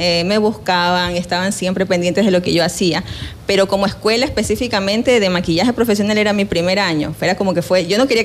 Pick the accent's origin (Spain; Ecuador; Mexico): Ecuador; Quevedo, Los Ríos; also born or lived in Babahoyo; básicamente nacida, porque nací en Baboyo. Pero solamente nací allá.